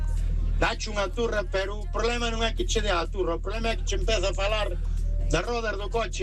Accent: Coristanco, Galicia, Spain; Buenos días. … de Coristanco.

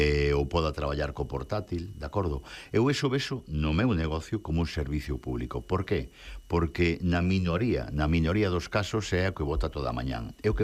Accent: Galicia, Spain; Pois aí, como bo galego, teño que dicir que depende.

